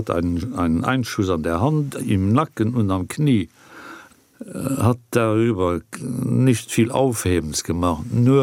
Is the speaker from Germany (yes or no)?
no; Luxembourg; born or raised there